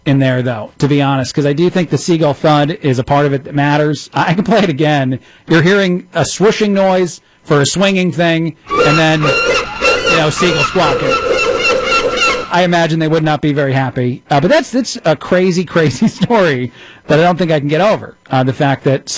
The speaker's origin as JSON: {"language": "English", "region": "East Coast", "country": "United States", "said": "I'm from the East Coast. That's very East Coast."}